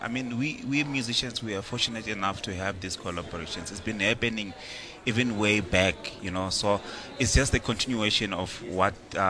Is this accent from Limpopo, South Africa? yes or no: yes; Malamulele, Limpopo, South Africa; now in Johannesburg, South Africa; So I'm from Malamulele. Then I went to Foreman Adult Technikon, that's Durban, and then later on University of KZN. And then I'm back to Joburg again